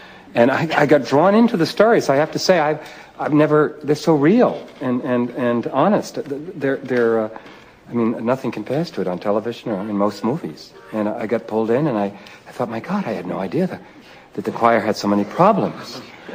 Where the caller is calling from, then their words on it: New England, United States; I come from New England. I come from a long line of sober people.